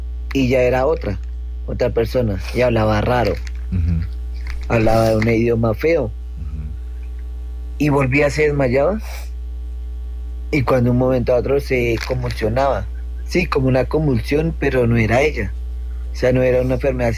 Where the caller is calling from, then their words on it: Soacha, Cundinamarca, Colombia; tenía 18 años. Imagínate que nosotros nos fuimos a, yo soy de Soacha, Bogotá, y nos fuimos a vivir en el Rincón del Lago, por la ciudad de la Sucre, igual en Soacha